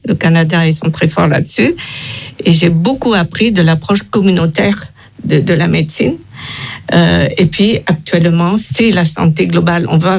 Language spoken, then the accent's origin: French; France; C'est ça, je suis française d'origine. Et d'ailleurs, quand je suis revenue pour la première fois au Vietnam, les gens s'attendaient à avoir une blonde aux yeux